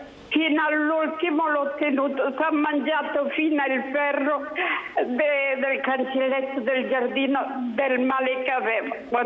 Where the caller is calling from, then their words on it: Genoa, Liguria, Italy; io sono da Pra.